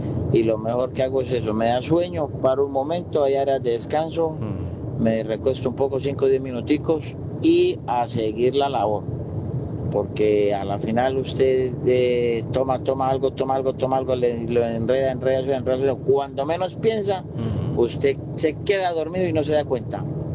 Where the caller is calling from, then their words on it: Obando, Valle del Cauca, Colombia; pero yo soy del Valle. Yo soy de Obando.